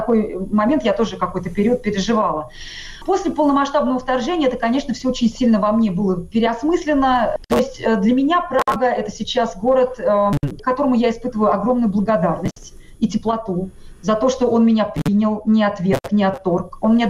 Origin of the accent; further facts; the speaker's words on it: Tatarstan, Russia; now in Prague, Czechia; очередь, да, я татарка, живущая в Праге.